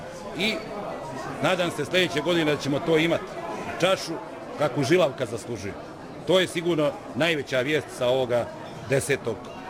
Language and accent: Croatian; Herzegovina, Bosnia & Herzegovina